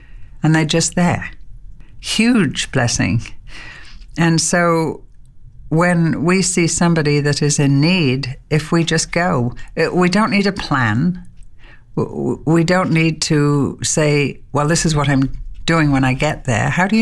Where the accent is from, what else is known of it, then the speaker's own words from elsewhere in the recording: England, United Kingdom; and I'm English.